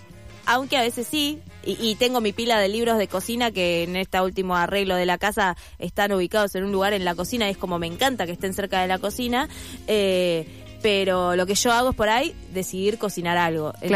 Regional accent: Villa Caraza, Buenos Aires Province, Argentina; hablan que soy de Caraza, pero mira, nunca me mudé. Solamente cuando hice el intercambio.

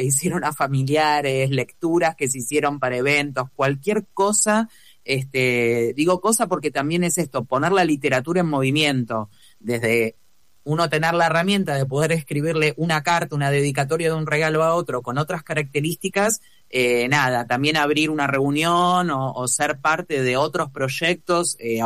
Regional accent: Buenos Aires Province, Argentina; now in Buenos Aires, Argentina; yo también me crié en una zona más alejada de la capital y no había tantas opciones. Ahora, bueno, está lo virtual, pero poder un poco devolver, yo nací en esa zona

